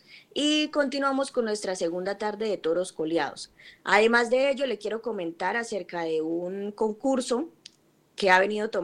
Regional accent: Panamá de Arauquita, Arauca, Colombia; De Arauquita, sí, somos Panamá de Arauquita.

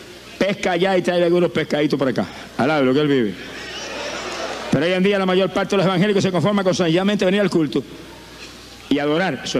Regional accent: Camuy, Puerto Rico; Yo viví 35 años perdido en mi pueblo de Camuy, y nunca ningún evangélico me habló de Cristo.

